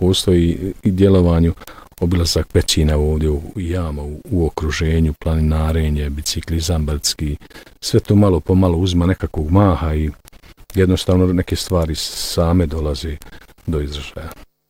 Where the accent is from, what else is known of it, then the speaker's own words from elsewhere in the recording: Doboj, Republika Srpska, Bosnia & Herzegovina; Da, ja sam iz Doboja i većina ovih ljudi ovdje u klubu je iz Doboja